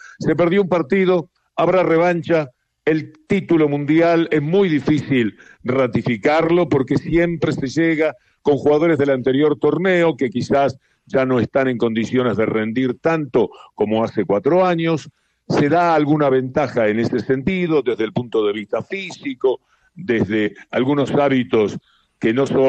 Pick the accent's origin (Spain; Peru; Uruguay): Uruguay; now in Argentina; Yo, en tanto argentino, soy uruguayo